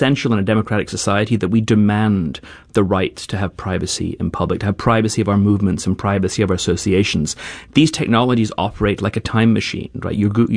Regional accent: England, United Kingdom; born there; I was born in Europe, in England, and while Americans are very fond of talking about their privacy

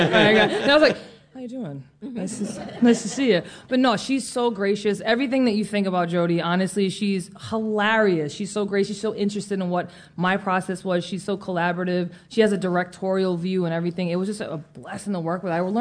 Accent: Rhode Island, United States; So I come from a very rich heritage. I live from Rhode Island. I'm from the Seekonk and Wampanoag tribes, and it's from Massachusetts.

